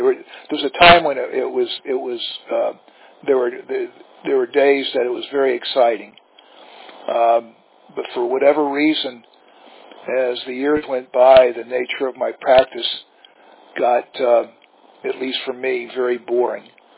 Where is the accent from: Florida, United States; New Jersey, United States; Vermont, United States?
Florida, United States; Tampa; No, I was born and raised here in Tampa. Spent 7 years in Gainesville going to college and then law school. And that's it. I've lived here all my life.